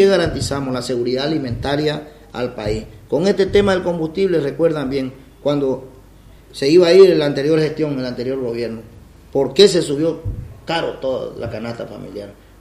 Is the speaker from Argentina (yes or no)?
no; Bolivia; nos tratan como bolivianos de segunda